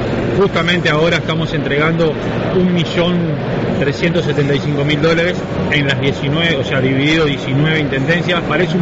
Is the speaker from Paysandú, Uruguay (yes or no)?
no; Sauce, Canelones, Uruguay; Vivimos cerca también porque somos los dos sauceños, así que es un placer. Y aparte, ya sabiendo que soy de sauce, soy una persona rural